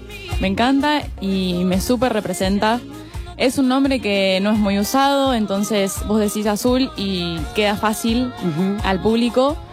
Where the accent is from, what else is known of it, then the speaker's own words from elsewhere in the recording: Zavalla, Santa Fe, Argentina; Zavalla como mi pueblo.